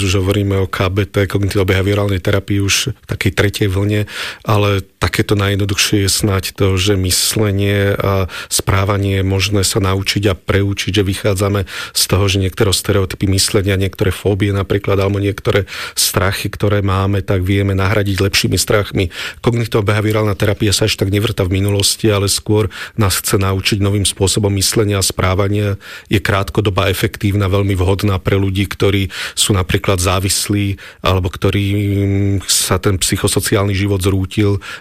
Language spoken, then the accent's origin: Slovak; Bratislava, Bratislava Region, Slovakia; v Lamači, odkiaľ pochádzam